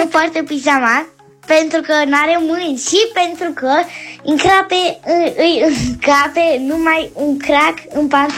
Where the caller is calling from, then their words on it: Cluj-Napoca, Cluj County, Romania; din Cluj. Am 9 ani